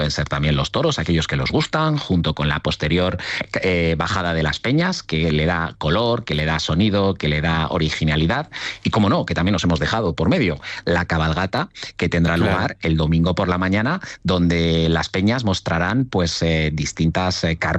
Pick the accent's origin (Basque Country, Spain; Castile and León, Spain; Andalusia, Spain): Castile and León, Spain; Burgos; born there; soy de aquí, de Burgos, nacido en Burgos